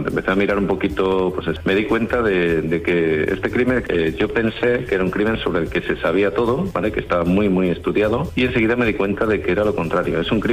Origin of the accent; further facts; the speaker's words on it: Extremadura, Spain; Soy extremeño, como decías, de la Sierra de Gata